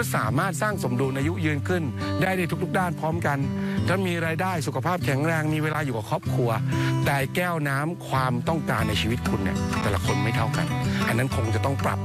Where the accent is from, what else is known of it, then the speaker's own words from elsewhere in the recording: Bangkok, Thailand; ซึ่งจริงๆผมพื้นเพเป็นคนกรุงเทพผมก็ไม่ได้โตที่สวนหินนะครับก็ยังปรับตัวเป็นเด็กเมืองมาอยู่เด็กในจังหวัดนะฮะแต่ตอนนี้เราอยู่มา27ปีแล้ว